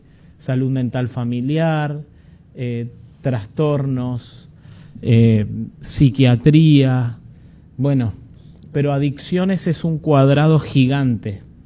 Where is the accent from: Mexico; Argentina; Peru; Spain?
Argentina; Buenos Aires; moved away as an adult; now in Colombia; Yo era un joven de los barrios de Buenos Aires. Se darán cuenta que no soy ni colombiano ni puertorriqueño, soy argentino, solo que vivo en Colombia porque mi esposa es colombiana y trabajamos allá en la misión.